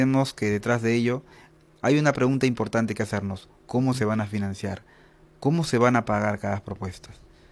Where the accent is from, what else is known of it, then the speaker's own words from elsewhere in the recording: Peru; tanto nosotros como peruanos